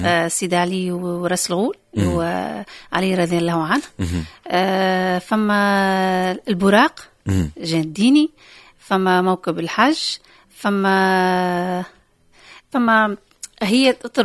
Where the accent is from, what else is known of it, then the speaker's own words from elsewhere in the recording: Tunisia; يعني في احنا في بلادنا تونس ياسر تداولوها ولقينا حتى أجدادنا.